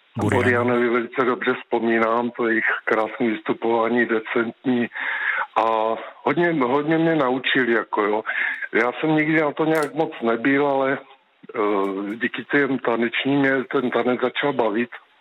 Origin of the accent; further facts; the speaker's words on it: Brno, South Moravian Region, Czechia; moved away as an adult; now in Jedovnice, Czech Republic; já jsem původem Brňák, teď bydlím v Jedovnicích, kousek od Brna. Nicméně do školy jsem chodil v Brně a na gymnázium